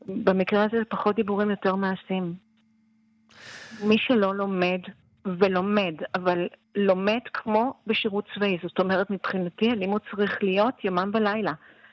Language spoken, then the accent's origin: Hebrew; Bnei Brak, Tel Aviv District, Israel; אני גדלתי בבני ברק